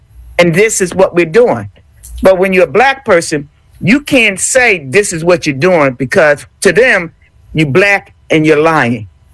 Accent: Philadelphia, Pennsylvania, United States; I'm from North Philly.

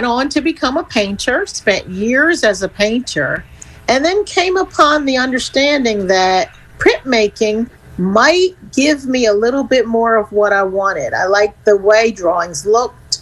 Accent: Philadelphia, Pennsylvania, United States; moved away as an adult; now in Savannah, Georgia, United States; because I'm from Philly.

